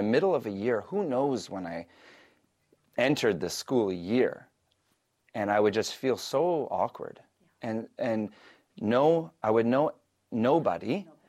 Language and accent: English; Winnipeg, Manitoba, Canada; I was born in Winnipeg, Manitoba.